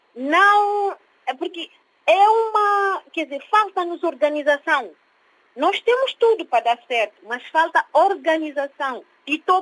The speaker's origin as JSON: {"language": "Portuguese", "country": "São Tomé & Príncipe", "tie": "born or raised there", "moved": "yes", "lives_now": "Portugal", "said": "a Agostinho Neto, que é uma roça que eu conheço, onde eu cresci, onde eu vivi."}